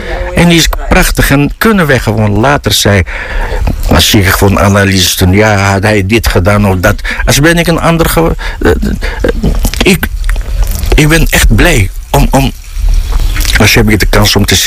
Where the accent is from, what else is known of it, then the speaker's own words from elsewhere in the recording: Morocco; now in Friesland, Netherlands; mijn vaderland is Marokko, maar mijn moederland is Friesland